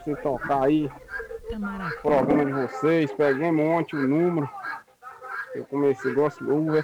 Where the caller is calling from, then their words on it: Itamaracá, Pernambuco, Brazil; Sou da região de Boa Nova, tô aqui lá de Tamaracá